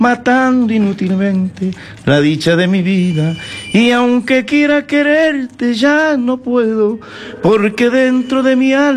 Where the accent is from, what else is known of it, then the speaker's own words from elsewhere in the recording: Ecuador; en mi pueblo, Segundo se llamaban todos los viejos. Bajaba al Valle del Chota